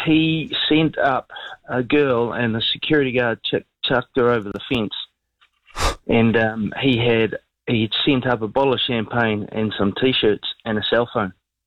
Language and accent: English; Auckland, New Zealand; I grew up in Auckland and got to go to lots of concerts, I guess.